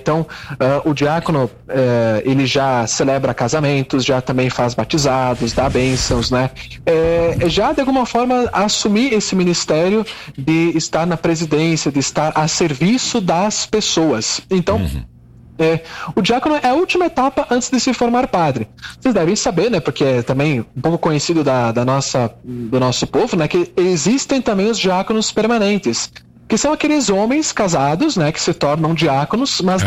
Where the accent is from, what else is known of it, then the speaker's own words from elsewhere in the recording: Bento Gonçalves, Rio Grande do Sul, Brazil; eu serei ordenado padre lá em Bento Gonçalves, na minha cidade natal